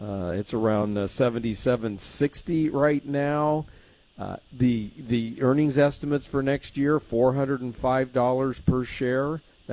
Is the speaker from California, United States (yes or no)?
yes; San Diego, California, United States; Anyways, I've been on a lot of harbor cruises growing up in San Diego, obviously.